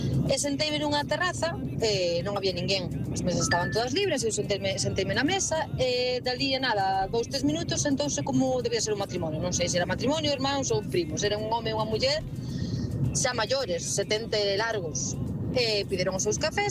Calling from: Vila de Cruces, Galicia, Spain; Bos días, amigos da Bola Extra … de Vila de Cruces.

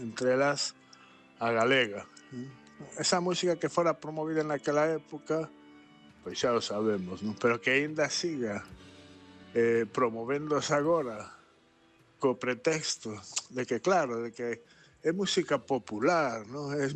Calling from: Galicia, Spain

